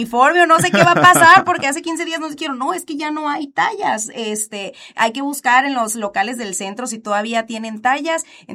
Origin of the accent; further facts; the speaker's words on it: Mexico; Yo también que ando como buena mexicana todo a lo último